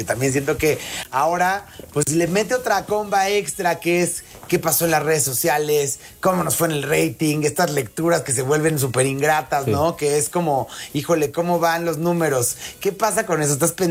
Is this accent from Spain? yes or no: no; Mexico; no solamente nos han encantado a nosotros como mexicanos